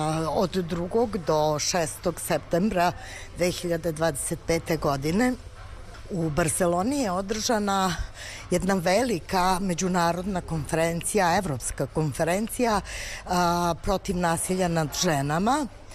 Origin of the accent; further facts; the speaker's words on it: Serbia; ja sam bila jedina iz Srbije, predstavljala sam Srbiju